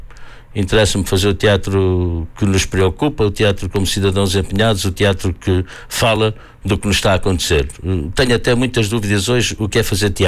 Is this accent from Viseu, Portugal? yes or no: no; Santarém, Portugal; now in Braga, Portugal; E, portanto, eu sou de Santarém, num percurso de vida, mas também sou de muitos outros sítios. Estou em Braga, mas também estou noutros sítios